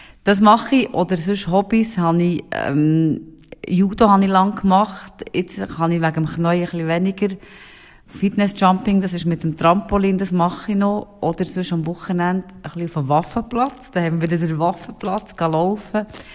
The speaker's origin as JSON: {"language": "German", "town": "Thun", "region": "Bern", "country": "Switzerland", "tie": "born or raised there", "said": "Ja, ich finde Thun wunderschön, also es ist meine Heimat. Ich möchte nicht anders wohnen"}